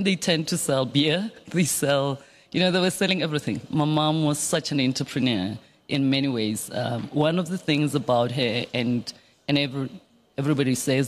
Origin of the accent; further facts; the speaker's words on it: Atteridgeville, Gauteng, South Africa; So I was born in Attridgeville. In a very big family, my grandmother's home, we were all living there.